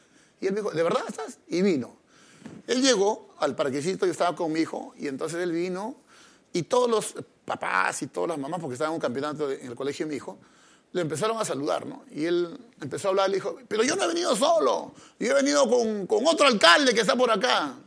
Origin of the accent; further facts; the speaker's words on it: Lima, Peru; born there; Yo nací en Coyique, en Comas, en la tercera zona.